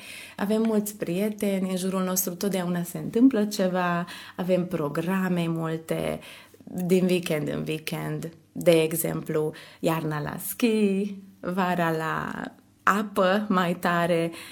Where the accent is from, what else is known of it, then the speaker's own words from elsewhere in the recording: Micherechi, Békés, Hungary; Nu m-aș muta niciodată de acolo. Am soț, chiar și el micherechian, așa că nici nu s-a ivit ideea niciodată să ne mutăm ori în Giula, ori în alt localitate. Noi suntem din Michereghi